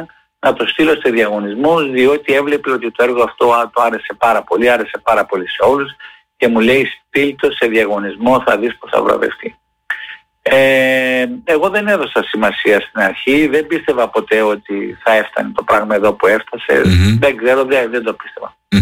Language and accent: Greek; Heraklion, Crete, Greece; στο αγαπημένο μου Ηράκλειο.